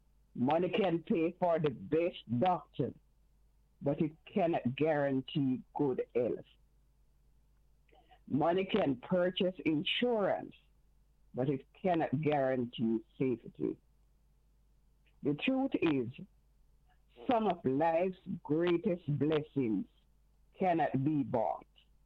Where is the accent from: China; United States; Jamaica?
Jamaica; Honestly, Uncle Angie, I was in Jamaica growing up on Emancipation Day.